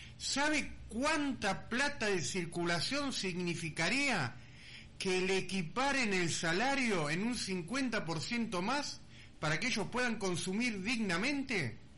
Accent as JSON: {"language": "Spanish", "country": "Argentina", "said": "Todos somos argentinos."}